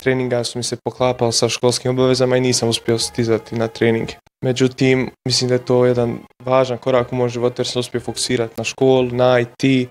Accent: Sarajevo, Federation of Bosnia and Herzegovina, Bosnia & Herzegovina; dolazim iz Sarajeva, maturant sam Richmond Park International Secondary School Sarajevo, imam 19 godina.

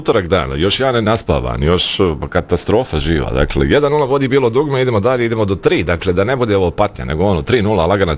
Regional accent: Bosnia & Herzegovina; mi smo Bosanci

